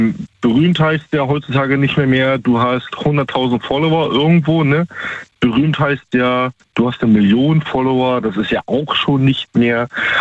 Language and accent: German; Baltic coast, Germany; Ich bin ursprünglich aus der Ostsee, da oben die Ecke, ne? Mhm. Arbeite aktuell in Baden-Württemberg.